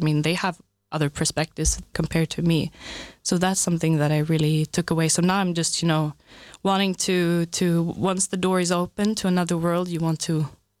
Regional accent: Stockholm, Stockholm County, Sweden; English is a second language; compared to Stockholm, which is my hometown or home city, it's a bit impersonal, I would say, Stockholm, compared to Trieste

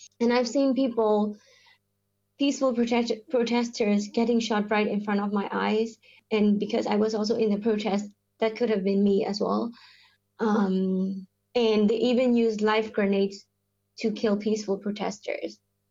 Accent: Myanmar; I am from Myanmar.

